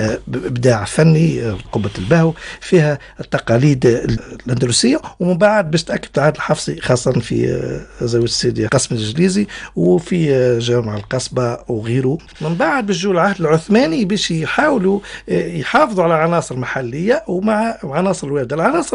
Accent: Kairouan, Kairouan Governorate, Tunisia; كما عندنا في القيروان 3 أبراج متراكبة

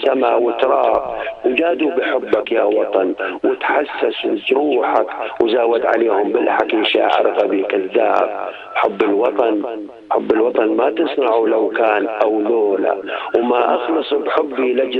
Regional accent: Jordan; accent: Jordanian; يا اخوان لهجتنا الأردنية غنية وكافية وقادرة على انها تخدم القصيدة

